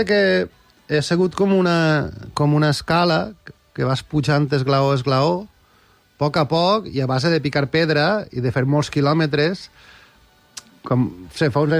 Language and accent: Catalan; Pego, Valencian Community, Spain; som de Pego i és una cosa que mos estira molt